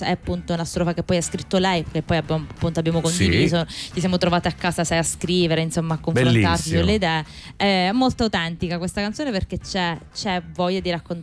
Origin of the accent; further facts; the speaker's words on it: Palermo, Sicily, Italy; Io sono cresciuta per strada a Palermo, in mezzo agli scugnizzi di Palermo, quelli con i motorini che impennavano, e loro me l'hanno insegnato, il palermitano, cioè io a queste persone devo il mio saper parlare anche un po' la lingua